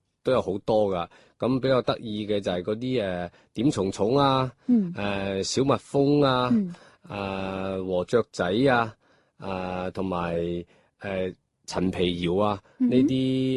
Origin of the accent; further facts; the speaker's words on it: Guangzhou, Guangdong, China; 因为我本身呢就是在广州西关呢长大的，所以呢对广州的本土文化好有一种亲切感，